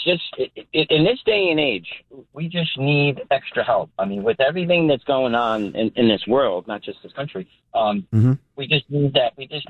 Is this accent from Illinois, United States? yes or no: no; Providence, Rhode Island, United States; It's not like it was when I was a kid growing up in Providence, you know, back in the 70s.